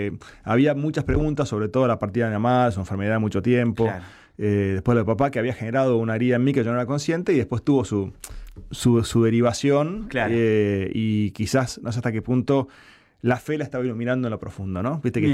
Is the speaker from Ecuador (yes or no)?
no; Olivos, Buenos Aires Province, Argentina; Me crié en La Lucila, en Olivos.